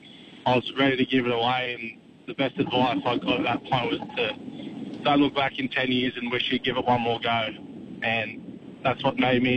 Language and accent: English; Newcastle, New South Wales, Australia; I'm from Newcastle, so I worked at the Knights Stadium doing the catering.